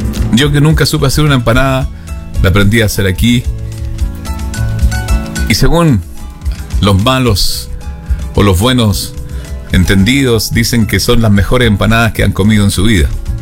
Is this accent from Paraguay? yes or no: no; Chile; moved away; sentirme feliz de que seguimos siendo chilenos a pesar de la distancia, seguimos siendo chilenos a pesar del tiempo, y no hemos olvidado a nuestra patria